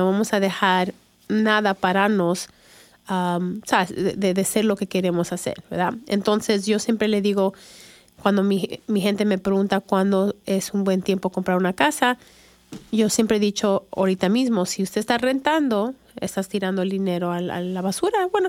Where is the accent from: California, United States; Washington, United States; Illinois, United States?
Illinois, United States; Chicago; now in Lexington, United States; Yo nací en Chicago. Mi mamá es de Perú, Lima, Perú. Mi papá es de México. Y pues yo nací en Chicago, crecí en Chicago y ya tengo 26 años viviendo aquí en el estado de Kentucky. Y aquí es donde me decidí quedar.